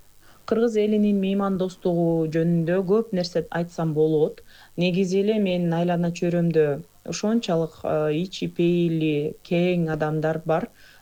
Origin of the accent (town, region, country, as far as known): Kyzyl-Adyr, Talas Region, Kyrgyzstan; born or raised there